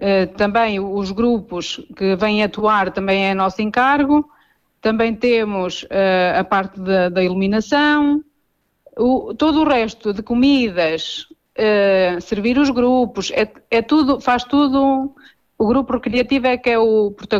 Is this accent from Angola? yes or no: no; Vinhó, Centro, Portugal; Eu sou mesmo de Vinhó.